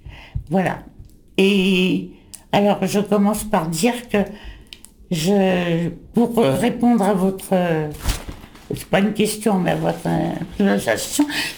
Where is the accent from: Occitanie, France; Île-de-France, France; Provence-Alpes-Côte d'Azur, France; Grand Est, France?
Île-de-France, France; Paris; moved away as an adult; also born or lived in Auvers-sur-Oise; now in Soisy, France; je suis née, j'ai vécu dans le 11e, jusqu'à 18 ans, de 38 à 56. Ensuite, j'ai habité le 20e. Ensuite, quand je me suis mariée, j'ai habité le 13e.